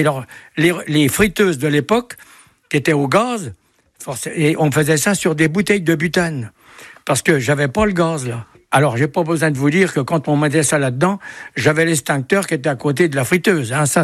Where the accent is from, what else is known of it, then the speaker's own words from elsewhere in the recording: Laye, France; born there; Je suis né à Laye en 1932.